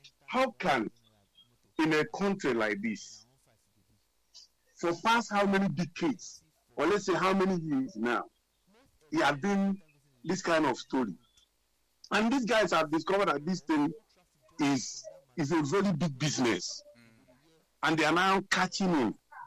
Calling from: Ikeja, Lagos, Nigeria; I'm calling from Ikeja.

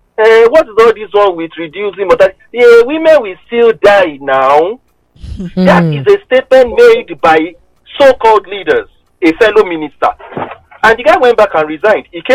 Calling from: Nigeria

